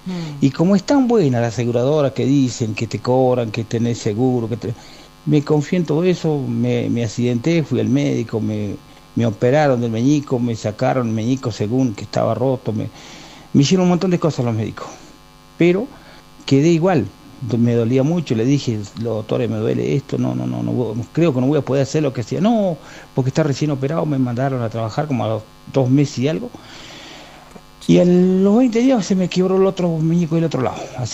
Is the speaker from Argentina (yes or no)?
yes; Argentina; como buen argentino, como buen paisano